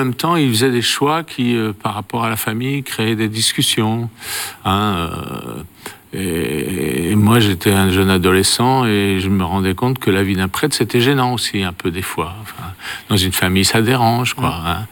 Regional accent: Cambrai, Hauts-de-France, France; also born or lived in Thiérache; now in Le Creusot, France; Oui, enfance à Cambrai.

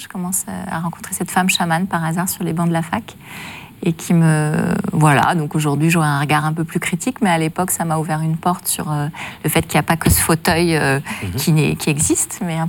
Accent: Paris, Île-de-France, France

